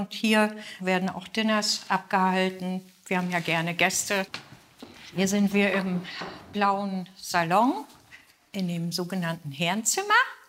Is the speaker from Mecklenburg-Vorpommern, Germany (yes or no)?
yes; Marlow, Mecklenburg-Vorpommern, Germany; Es ist ja auch ein Stück Heimat. Wir kommen ja nicht von so weit weg. Wir kommen aus Marlow ursprünglich, auch aus der Gegend.